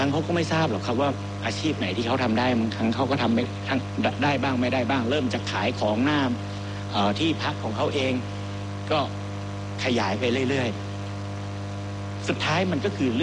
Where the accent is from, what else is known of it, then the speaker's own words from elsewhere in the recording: Samut Sakhon, Thailand; สมุทรสาครเนี่ยต้องถือว่าเป็นบ้านเกิดของผมเลย